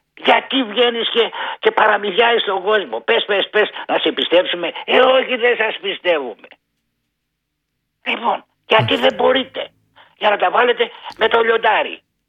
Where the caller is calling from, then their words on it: Greece; Εγώ είμαι Έλληνας φορολογούμενος και πληρώνω την ΕΡΤ.